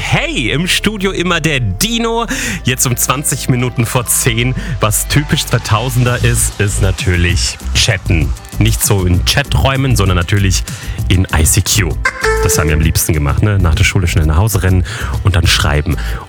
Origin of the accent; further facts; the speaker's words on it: Baden-Württemberg, Germany; Ich bin ja im Badenerland aufgewachsen, so im Landkreis Karlsruhe.